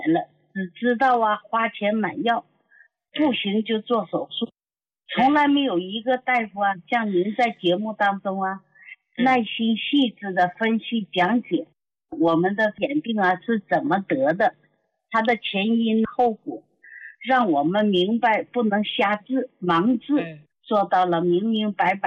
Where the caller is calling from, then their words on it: Fujian, China; 我是福建的。